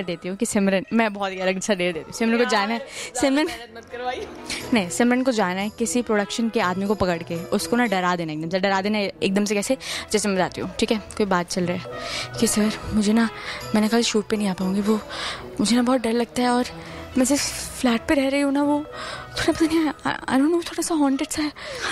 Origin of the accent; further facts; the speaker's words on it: Delhi, India; मैं भी दिल्ली से हूँ